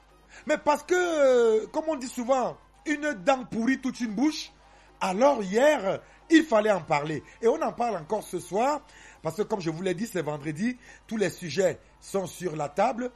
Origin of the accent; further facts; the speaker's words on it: Limbe, Southwest Region, Cameroon; moved away; j'ai grandi dans la zone anglophone. Moi, j'ai grandi à Limbé et beaucoup plus du côté de Newtown. Pour les gens qui ont vécu à Limbé, moi, j'ai habité 3 quartiers à Limbé. J'étais d'abord à Newtown, au lieu du Jumbo Palace.